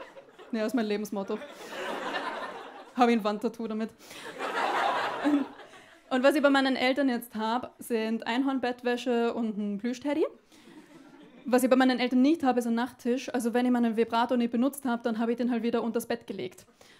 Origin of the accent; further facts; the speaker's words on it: Austria; now in Berlin, Germany; Ich komme aus Österreich. Habe mich gut integriert. Ja. Na, ich wohne jetzt aber seit 2,5 Jahren in Berlin